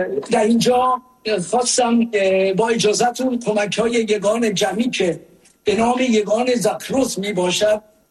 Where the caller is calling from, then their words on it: Iran; ما به عنوان یک ایرانی که سالهای زیادی از زندگی خودمان را همراه با درد و رنج مردم ایران و برای آزادی و سربلندی میهنمان سپری کرده ایم